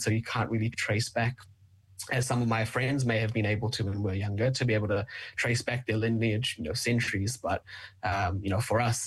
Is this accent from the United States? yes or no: no; Fiji; Our parents, my grandparents, my great grandparents have all been born and raised in Fiji as well. So we have a very close connection to Fiji. And so we didn't think much of it at that time. You know, it's Fiji, we're Fijian Indian